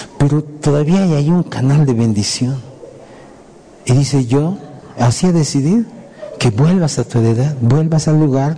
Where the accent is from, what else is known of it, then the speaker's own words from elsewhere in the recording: Bolivia; Nosotros también somos bolivianos.